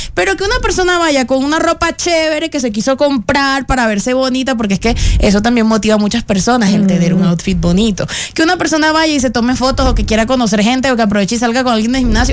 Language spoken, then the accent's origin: Spanish; Cereté, Córdoba, Colombia; moved away